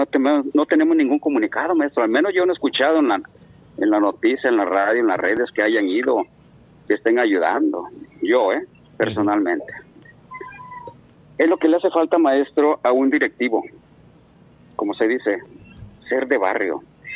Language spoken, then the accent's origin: Spanish; Tijuana, Baja California, Mexico; Yo crecí aquí en Tijuana, ¿no? A partir de los 5 años. Estoy hablando del 75 aquí. Sí. Yo viví aquí en la colonia Santa Cruz. Sigo viviendo.